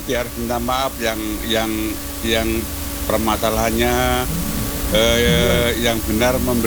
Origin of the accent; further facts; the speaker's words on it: Madiun, East Java, Indonesia; dari Madiun ini, Bapak.